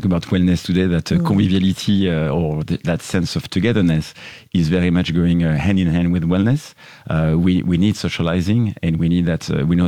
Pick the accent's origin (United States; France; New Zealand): France; accent: French; English is a second language; as you gathered from my accent already, I'm French